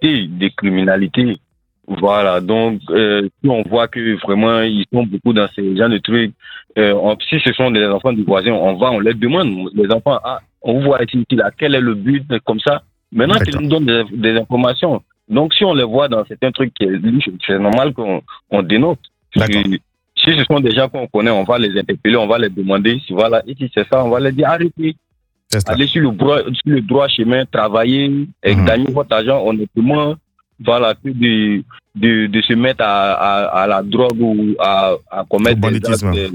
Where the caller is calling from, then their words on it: Bingerville, Abidjan, Côte d’Ivoire; Je vous appelle de Benjerville.